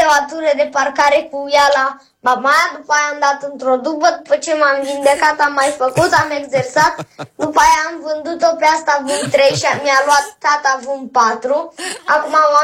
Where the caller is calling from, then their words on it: Galați, Galați County, Romania; din Galați.